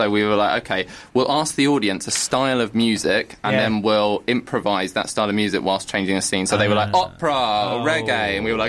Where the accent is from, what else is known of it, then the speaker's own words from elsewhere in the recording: Ruislip, London, United Kingdom; I'm from Ruislip.